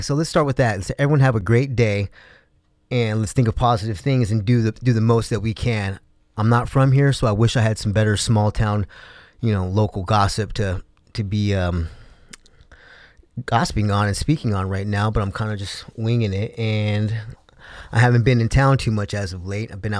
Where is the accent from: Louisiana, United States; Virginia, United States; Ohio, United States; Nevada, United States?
Nevada, United States; Las Vegas; now in Sitka, Alaska, United States; I'm from Las Vegas, Nevada